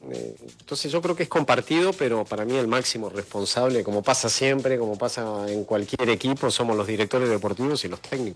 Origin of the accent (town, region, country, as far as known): Uruguay